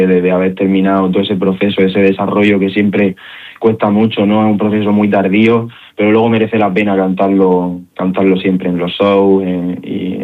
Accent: Murcia, Region of Murcia, Spain; Y sobre todo por eso, porque está en mi ciudad, me ven los murcianos, las murcianas, mi familia.

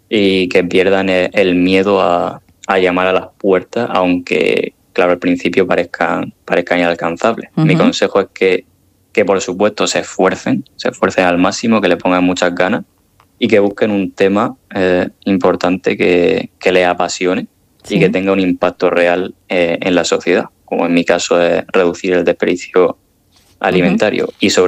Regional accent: Region of Murcia, Spain; now in Zürich, Switzerland; un saludo muy fuerte desde Zúrich para los oyentes y por supuesto para mi tierra, para Murc

